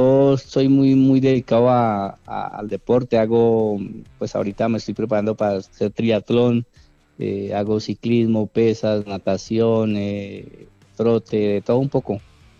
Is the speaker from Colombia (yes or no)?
yes; Colombia; nosotros como colombianos